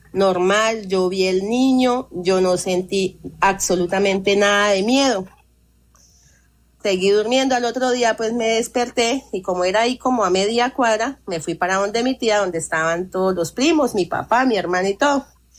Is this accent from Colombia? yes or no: yes; Bucaramanga, Santander, Colombia; also born or lived in Meta; now in Piedecuesta, Colombia; Bueno, yo soy del departamento del Meta. Y cuando tenía como 16 años, mi papá, a nosotros nos trajeron para Bucaramanga, bueno.